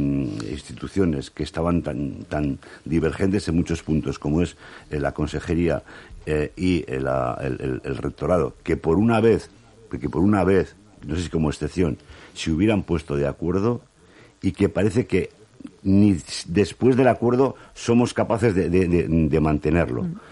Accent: Basque Country, Spain; como ciudadano vasco yo estoy realmente avergonzado del espectáculo que estamos dando.

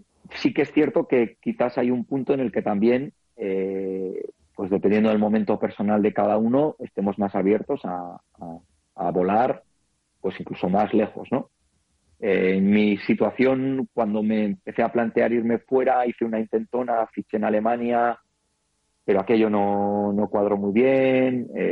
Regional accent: Basque Country, Spain; moved away as an adult; now in Taiwan; nosotros, en Euskadi, la peculiaridad de nuestro territorio, con nuestra lengua, con una historia peculiar, ¿no? Nos da una identidad.

